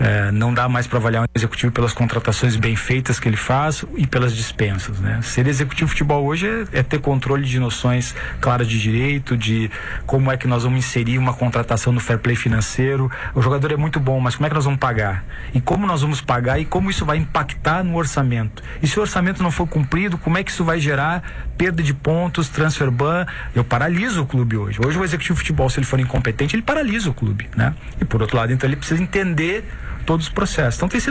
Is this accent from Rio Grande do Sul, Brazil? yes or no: yes; Rio Grande do Sul, Brazil; moved away as an adult; also born or lived in São Paulo; now in Porto Alegre, Brazil